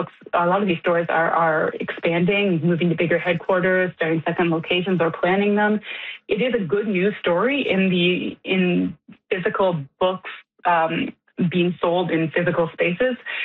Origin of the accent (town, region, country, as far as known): Canada